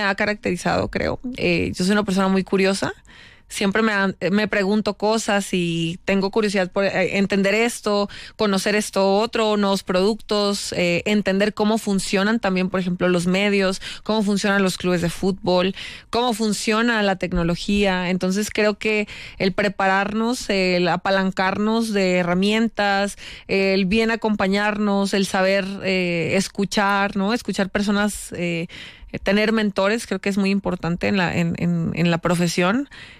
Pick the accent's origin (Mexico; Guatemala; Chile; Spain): Mexico; northern Mexico; now in Medellín, Colombia; yo soy de una ciudad que es frontera con Estados Unidos. Culturalmente, en México se divide en 3 zonas, el norte, el centro y el sur. Y en el norte, particularmente de la ciudad que yo soy, culturalmente, somos más similares a la región del sur de California